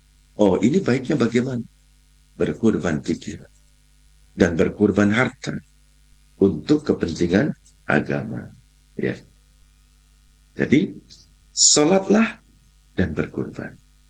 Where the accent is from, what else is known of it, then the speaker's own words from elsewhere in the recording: West Java, Indonesia; orang kita orang Sunda